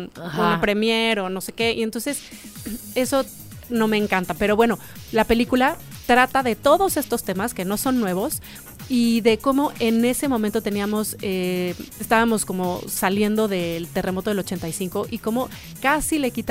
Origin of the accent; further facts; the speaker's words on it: Mexico; tenemos los mexicanos que somos creativos y tenemos la euforia y la pasión